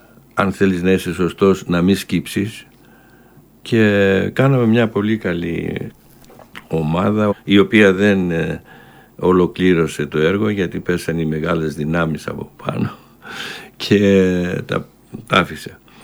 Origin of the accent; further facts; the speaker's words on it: Thebes, Central Greece, Greece; άμα πας έξω στο εξωτερικό και πεις είμαι από τη Θήβα